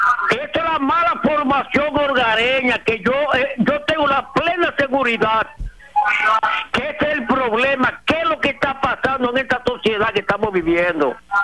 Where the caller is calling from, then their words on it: Dominican Republic; mi amada y querida juventud de mi país, de mi pueblo dominicano